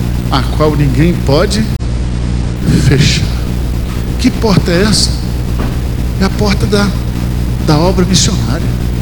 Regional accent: Bahia, Brazil; eu que sou baiano gostei muito

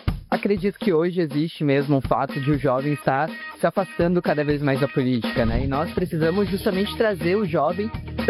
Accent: Praia Grande, São Paulo, Brazil; eu tenho 26 anos. Atualmente, sou estudante da Faculdade de Direito da PUC São Paulo. Sou lá da cidade de Praia Grande

